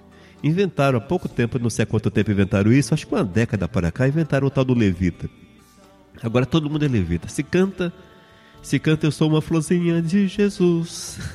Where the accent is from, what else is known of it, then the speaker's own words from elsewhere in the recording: Brazil; Nós somos brasileiros